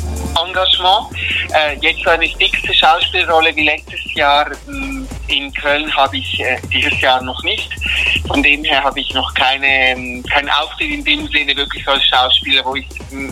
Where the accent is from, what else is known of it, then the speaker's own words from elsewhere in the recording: Switzerland; Und wir Kinder sind dann hier in der Schweiz geboren und aufgewachsen.